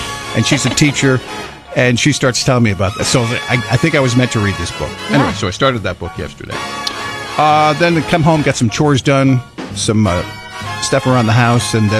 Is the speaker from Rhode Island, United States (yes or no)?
yes; Coventry, Rhode Island, United States; I grew up in Coventry, West Warwick